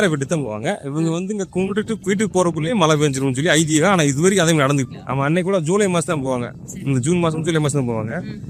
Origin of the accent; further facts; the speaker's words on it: Gudalur, Tamil Nadu, India; moved away as an adult; now in Kodaikanal area (Pallangi Kombai), India; கம்பம் கூடலூர். சொந்த ஊர்